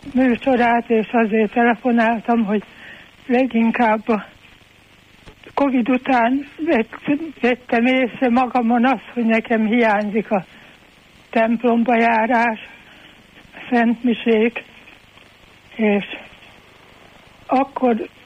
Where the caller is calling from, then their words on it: Hernád, Pest, Hungary; Jó napot kívánok, én Hernádról vagyok … 87 éves újságkihordó önkéntesük vagyok.